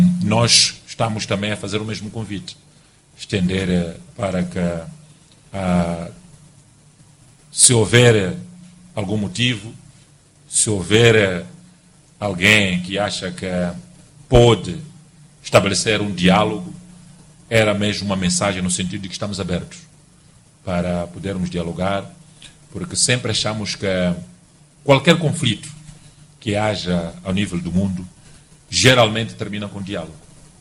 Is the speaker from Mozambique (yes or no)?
yes; Mozambique; Nós, moçambicanos